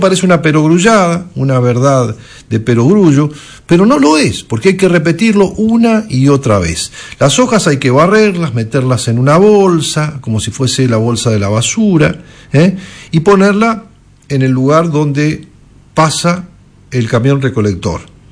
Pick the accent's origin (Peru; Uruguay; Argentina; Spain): Argentina; Mendoza; Eso son todas cuestiones ambientales que tenemos que replantearnos como mendocinos.